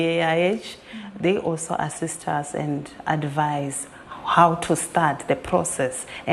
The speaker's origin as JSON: {"language": "English", "country": "South Africa", "said": "I was coming from South Africa. I hold my master's degree in space technology engineering from Beihang University. I want to take this technology to Africa, which is South Africa."}